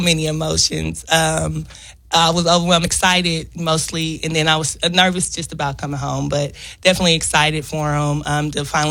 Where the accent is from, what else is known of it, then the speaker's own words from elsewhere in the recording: Oklahoma City, Oklahoma, United States; also born or lived in Del City; I'm actually born and raised in Oklahoma City. So, And I was still residing in Del City at the time